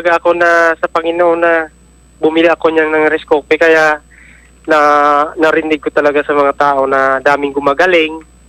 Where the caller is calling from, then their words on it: Magsaysay, Mimaropa, Philippines; Calawag po, Magsaysay, Occidental Mindoro.